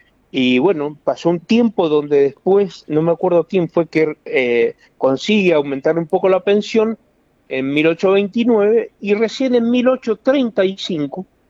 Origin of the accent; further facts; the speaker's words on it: Mendoza, Argentina; Si nosotros reclamamos como mendocinos, el Día del Padre, el 24 de agosto, que es el día que San Martín fue padre